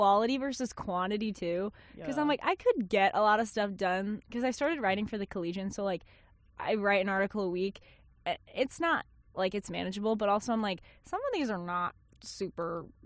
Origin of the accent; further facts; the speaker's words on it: Liberty, Missouri, United States; born there; also born or lived in Iowa; Born and raised in Iowa. Moved to Missouri.